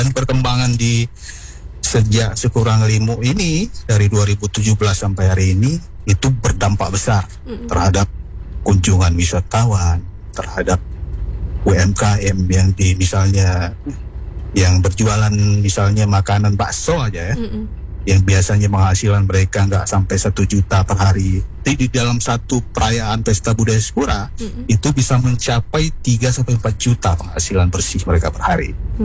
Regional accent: Canggu, Lampung, Indonesia; Misalnya saya dari Pekon Canggu, saya bawa bendera. Nama kami itu ada dikenal dengan HRK Canggu.

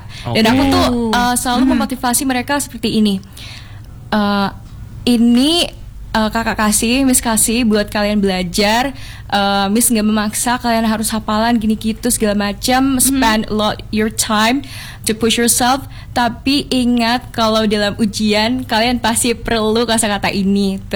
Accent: Trowulan, East Java, Indonesia; aku tuh kan dari kecil ya tumbuh di Trawulan. Jadi aku tuh tahu keseharian orang-orang itu bagaimana.

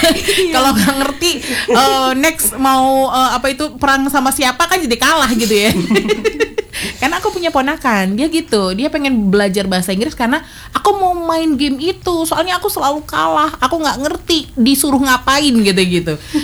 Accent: Indonesia; bahasa Inggris kan bukan bahasa kita ya, secara kita lahir di Indonesia gitu ya.

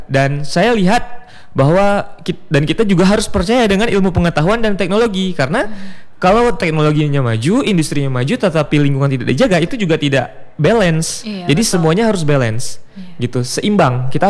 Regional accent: Aceh, Indonesia; di desa saya. Di Allahab, Cot Gire, Kabupaten Aceh Utara.

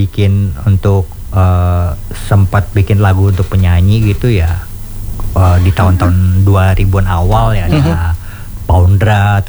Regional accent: Jakarta, Indonesia; Asli dari Jakarta, Indonesia lah

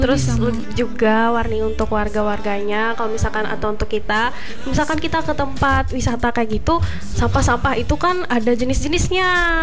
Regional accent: Palangka Raya, Central Kalimantan, Indonesia; Kalau aku aslinya orang Palangka.

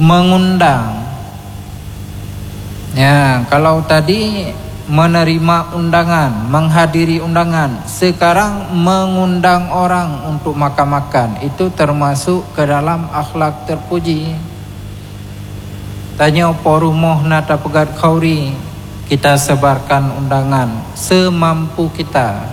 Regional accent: Aceh, Indonesia

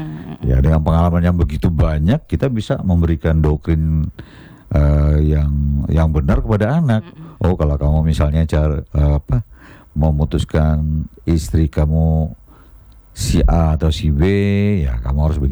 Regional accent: Sumatra, Indonesia; Saya orang Sumatera, istri saya orang Sumatera. Kemudian kan anak-anak saya kan lahir dan besar di sini.

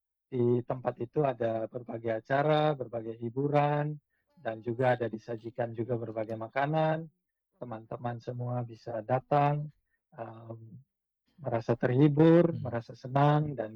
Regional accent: Kupang, East Nusa Tenggara, Indonesia; saya lahir dan besar di Kota Kupang.

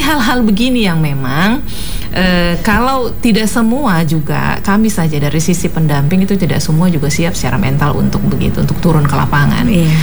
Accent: Papua, Indonesia; kampung-kampung kami di pelosok negeri Papua

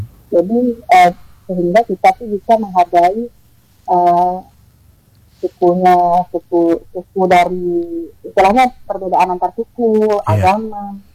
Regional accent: Meulaboh, Aceh, Indonesia; born there; also born or lived in Bogor

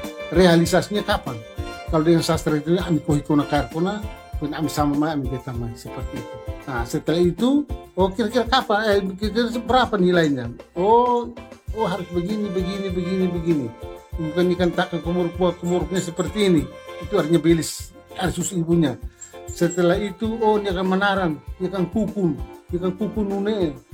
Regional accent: Belu, East Nusa Tenggara, Indonesia; kami orang Tetun, khususnya orang Lidak, Belu di bagian Lidak

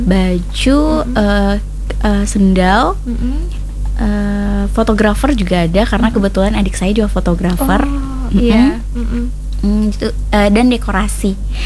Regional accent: South Sulawesi, Indonesia; kalau kita orang Bugis.

